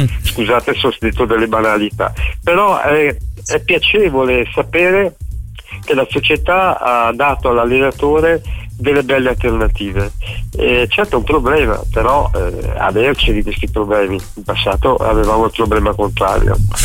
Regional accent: Florence, Tuscany, Italy; moved away; da fiorentino in eterna trasferta

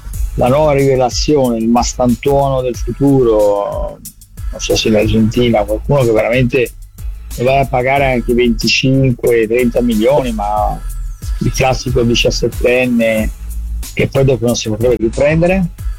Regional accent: Brescia, Lombardy, Italy; Ciao, sono da Brescia.

